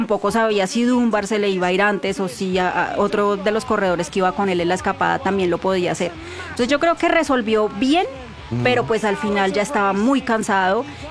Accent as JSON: {"language": "Spanish", "country": "Colombia", "said": "fue una etapa agridulce para nosotros como colombianos"}